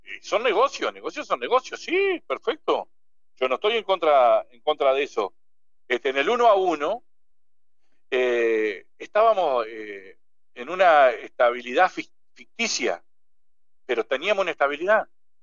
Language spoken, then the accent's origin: Spanish; Argentina; Somos así los argentinos, ¿viste?